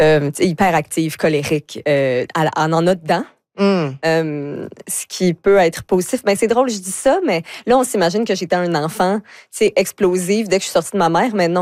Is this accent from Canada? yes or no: yes; Deux-Montagnes, Quebec, Canada; moved away; quand je dis que je viens de Deux-Montagnes